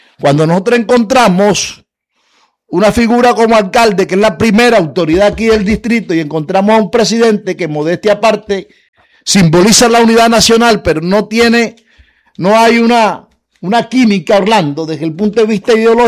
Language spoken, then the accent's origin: Spanish; Cartagena, Bolívar, Colombia; como ciudadano colombiano y particularmente de pertenecer a estas regiones, aquí a la ciudad.